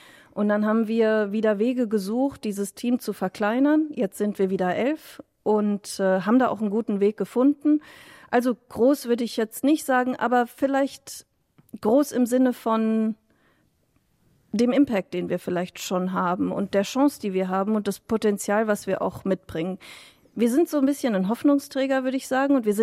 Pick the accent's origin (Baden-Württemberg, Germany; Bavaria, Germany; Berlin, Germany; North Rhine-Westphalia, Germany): Baden-Württemberg, Germany; Baden-Baden; moved away as an adult; also born or lived in Osnabrück; Ich bin in Baden-Baden aufgewachsen. Das ist wirklich eine Art goldener Käfig